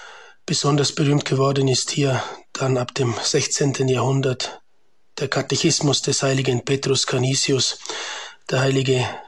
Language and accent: German; Bayreuth, Bavaria, Germany; moved away as an adult; now in Liechtenstein; komme aus Deutschland ursprünglich, bin in der Diaspora geboren, aufgewachsen in Bayreuth in Oberfranken, geboren 1977 am 3.6.